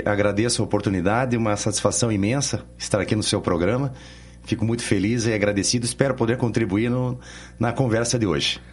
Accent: Curitiba, Paraná, Brazil; also born or lived in Piraquara; now in Campo Largo, Brazil; Mas fui criado em Curitiba. Não tive a oportunidade de ser criado em Piraquara. E recordo que quando retornei à cidade, eu já tinha 19 anos de idade.

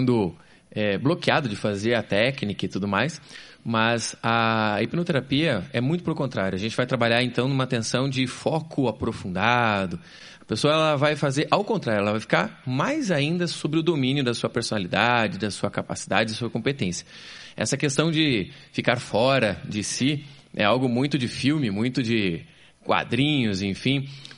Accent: Curitiba, Paraná, Brazil; born there; Sou curitibano. Curitibano.

